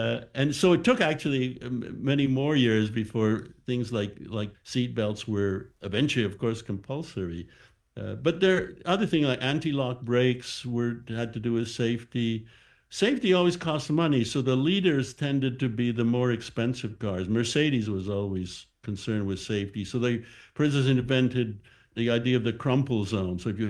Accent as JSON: {"language": "English", "country": "Canada", "tie": "born or raised there"}